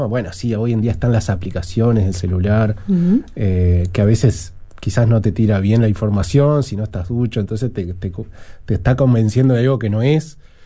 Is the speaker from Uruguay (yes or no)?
yes; Uruguay